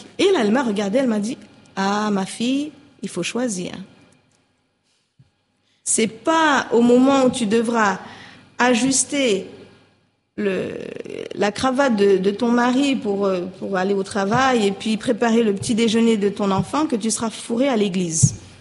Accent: Le Plessis-Robinson, Île-de-France, France; moved away; also born or lived in Paris; Je suis née donc à Paris. Je n'ai pas vécu à Paris, peut-être 2 mois. J'ai plutôt grandi dans les Hauts-de-Seine, au Plessis-Robinson.

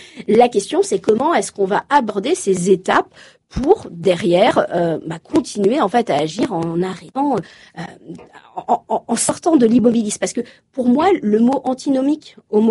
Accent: Normandy, France

